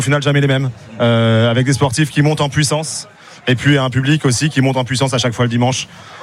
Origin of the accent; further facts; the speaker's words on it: Normandy, France; chez nous dans la Manche